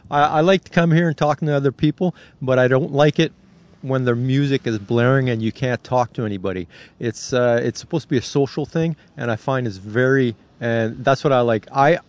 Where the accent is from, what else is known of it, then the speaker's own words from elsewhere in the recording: Montreal, Quebec, Canada; now in Winnipeg, Canada; I'm actually from Montreal. I'm ex-military and I retired here in Winnipeg.